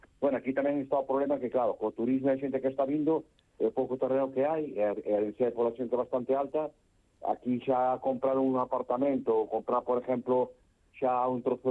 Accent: Galicia, Spain; Fíjate, eu son galego

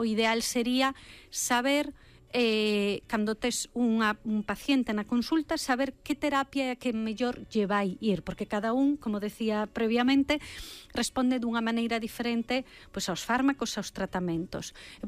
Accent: Moeche, Galicia, Spain; eu son de Moecha, non? Entón, vin como se facían os chourizos

